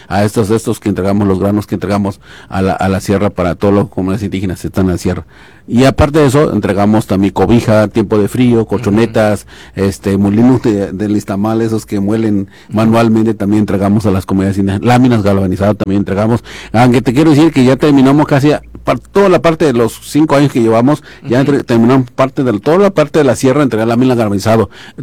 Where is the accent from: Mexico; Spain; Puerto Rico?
Mexico; Oaxaca; now in Sinaloa, Mexico; Sí, yo soy oaxaqueño, pero ya tengo más de 30 años viviendo aquí en Sinaloa.